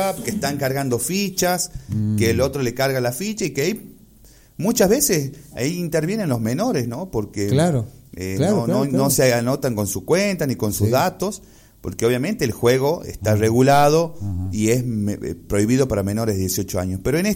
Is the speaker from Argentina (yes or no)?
yes; Argentina